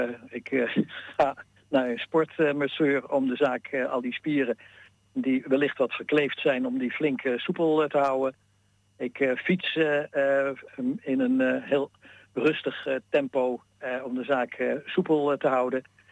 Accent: Bussum, North Holland, Netherlands; dat is op mijn 12e begonnen. Dat bij ons thuis in Bussum gold dat als je naar de middelbare school ging, dan mocht je in september op hockey.

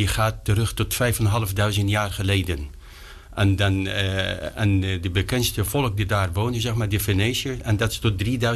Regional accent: South Governorate, Lebanon; Dutch is a second language; now in Netherlands; Nou, ik geboren in Libanon.

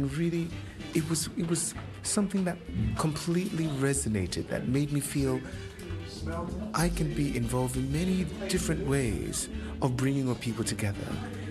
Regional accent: London, United Kingdom; I'm from London

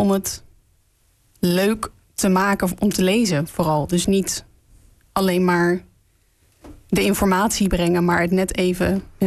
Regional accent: Schiedam, South Holland, Netherlands; Ja, dat is denk ik als Schiedammer heel leuk nieuws om te krijgen.

